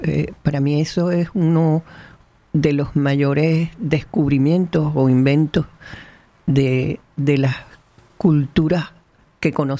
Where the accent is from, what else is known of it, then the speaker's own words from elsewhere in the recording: Canary Islands, Spain; born there; mis estudios no fueron aquí, aunque nací en Canarias